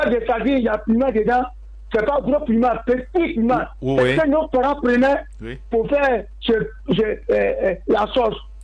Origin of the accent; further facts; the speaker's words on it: Néo, Bas-Sassandra, Côte d’Ivoire; chez nous, à Néo